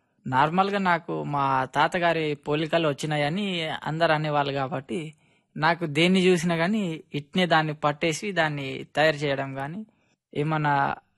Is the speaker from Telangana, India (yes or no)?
yes; Dubarpet, Telangana, India; మా ఊరు దుబార్పేట మేడం, ఇచ్చోడ మండలం ఆదిలాబాద్ జిల్లా. నేను 10వ తరగతి మా ఇచ్చోడ మండలం గురుకులంలో చదువుకున్నాను మేడం. ఇంటర్మీడియట్ ఇక్కడ ఆదిలాబాద్ ఆర్జేసీలో చదువుకున్నాను.